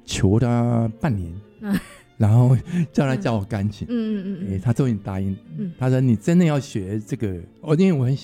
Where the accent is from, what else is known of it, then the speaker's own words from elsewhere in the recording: Myanmar; moved away as an adult; now in Taiwan; 我来台湾。那台湾之前的话，我在缅甸出生长大，然后我在缅甸大学毕业，然后OK， 我就是缅甸的华侨嘛。